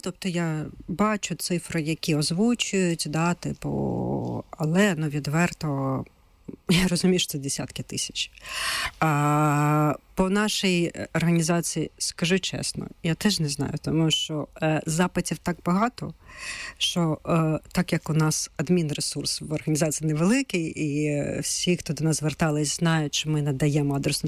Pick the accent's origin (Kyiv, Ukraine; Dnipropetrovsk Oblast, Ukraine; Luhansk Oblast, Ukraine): Luhansk Oblast, Ukraine; Luhansk; я сама з Луганська.